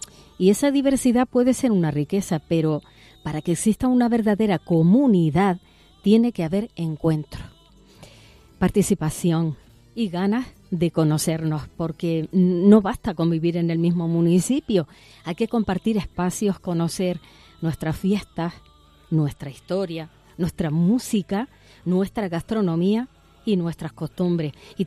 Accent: Canary Islands, Spain; cómo somos los canarios, ya que estoy hablando de nuestra tierra, cómo somos los canarios.

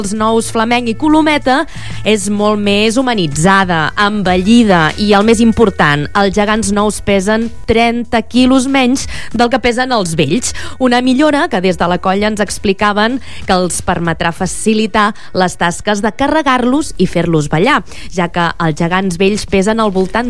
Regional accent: Sant Jaume dels Domenys, Catalonia, Spain; que sóc de Sant Jaume dels Domenys de tota la vida

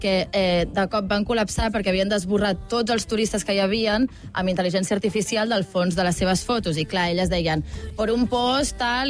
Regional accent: Celrà, Catalonia, Spain; Jo sóc de Celrà, d'un poble del Baix Empordà

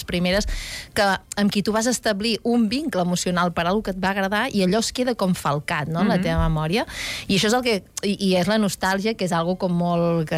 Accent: Girona, Catalonia, Spain; jo, a veure, a més, soc de Girona

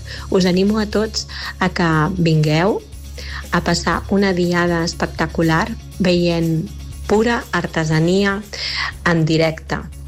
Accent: Pineda de Mar, Catalonia, Spain; tinc 56 anys, soc de Pineda de Mar i formo part de les Puntaires de Pineda des del setembre del 2025.

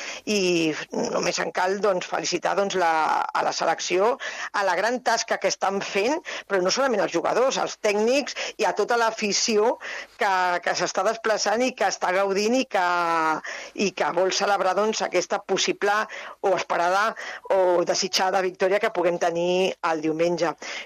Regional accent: Catalonia, Spain; Jo m'estimo moltíssim a Catalunya, jo sóc catalana

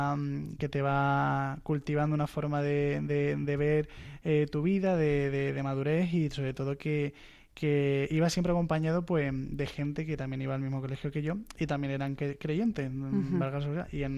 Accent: Equatorial Guinea; Yo, pues, vengo de Guinea Ecuatorial, nací allí, mi madre es nativa de allí, de Bata.

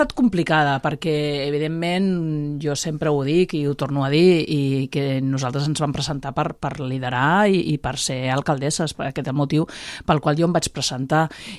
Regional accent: Cubelles, Catalonia, Spain; poder fer la meva trajectòria política al meu poble, que és en el que sempre he viscut, en el que he crescut, en el que estan crescut els meus fills

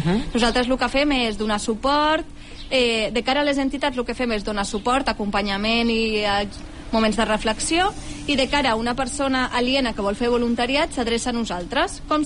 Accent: Valencian Community, Spain; A veure, és que, bueno, sóc valenciana

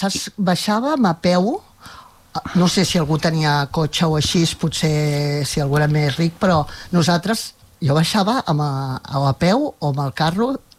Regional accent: La Rierada, Catalonia, Spain; also born or lived in Molins de Rei; jo vaig néixer a la Rierada, vaig anar a escola a la Rierada

